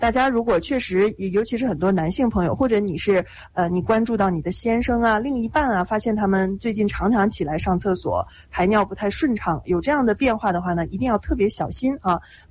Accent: Northeast China, China; accent: Northeastern Mandarin (Dongbei); 这我们东北话啊

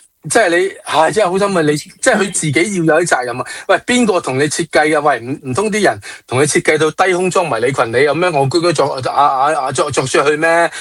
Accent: Hong Kong, China; 作为我系香港人，我仲喺香港嘅 KOL，

